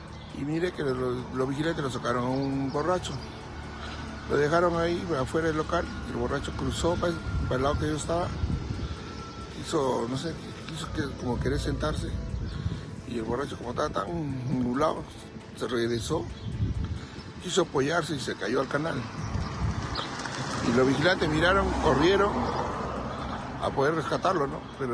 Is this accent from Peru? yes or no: yes; Sama, Tacna, Peru; Soy de Sama